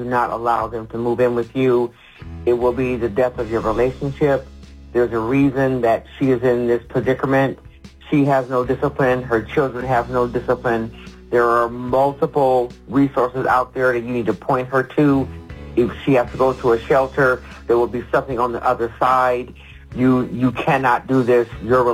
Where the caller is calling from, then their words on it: Akron, Ohio, United States; I'm calling from Akron, Ohio.